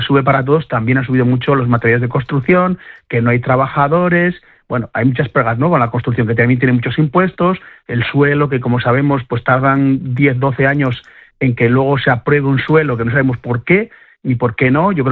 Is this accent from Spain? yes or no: yes; Azagra, Navarre, Spain; moved away; Porque ya sabes que soy de pueblo, que lo digo todos los días, que soy de Azagra, qué pesado, aunque no vivo en Azagra